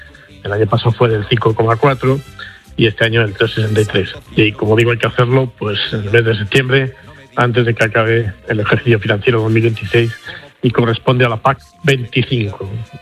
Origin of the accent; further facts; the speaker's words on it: Castile and León, Spain; Pues en estos momentos no, estoy en el Cerrato, en mi pueblo, pero estaba ayer y mañana estaré en La Moraña, en Tierra de Arevalo.